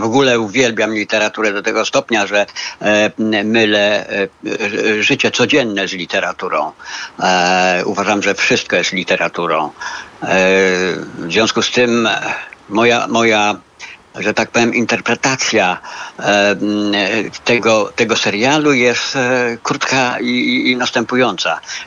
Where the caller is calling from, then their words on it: Warsaw, Masovian Voivodeship, Poland; Z Warszawy